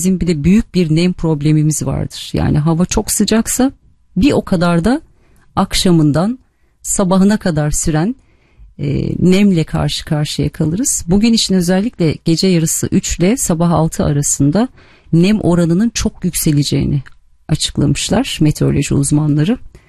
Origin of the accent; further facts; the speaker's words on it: Marmara Region, Turkey; Şimdi Marmara bölgesinde, burada doğdum, burada büyüdüm, çok alışkınım bu duruma